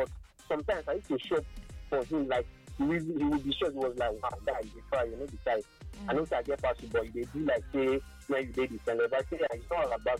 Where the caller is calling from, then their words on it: Abuja, Federal Capital Territory, Nigeria; I'm calling from Abuja